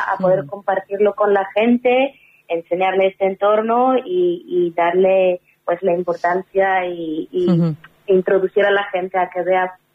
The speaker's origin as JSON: {"language": "Spanish", "country": "Bulgaria", "moved": "yes", "said": "porque yo soy, como ya dijimos … soy de Bulgaria"}